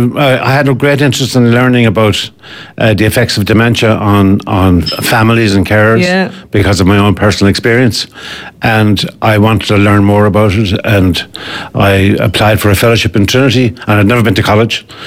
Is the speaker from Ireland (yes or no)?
yes; Ennis, Munster, Ireland; I grew up in Ennis, and there was a few gigs in Ennis